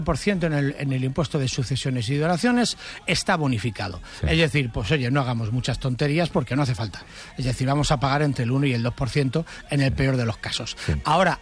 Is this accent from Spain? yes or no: yes; Valencia, Valencian Community, Spain; born or raised there